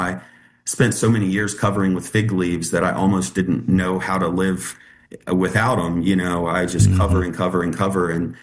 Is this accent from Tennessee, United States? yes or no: no; Richmond, Virginia, United States; moved away as an adult; now in Southwest Virginia, United States; So I moved here from Richmond, Virginia, about a week after my high school graduation.